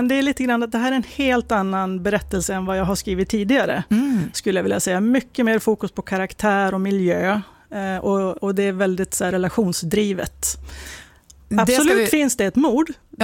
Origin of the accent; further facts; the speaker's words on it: Umeå, Västerbotten County, Sweden; now in Stockholm, Sweden; jag är ursprungligen från Umeå, bott i Stockholm i många, många år. Men varit här som sagt, eller i Sankt Anna skärgård och Söderköping varje sommar i flera omgångar.